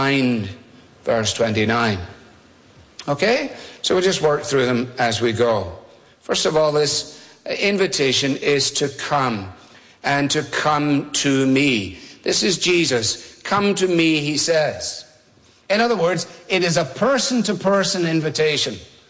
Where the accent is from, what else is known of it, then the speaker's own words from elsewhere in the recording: Scotland, United Kingdom; And as a Scot, that was and remains a significant issue.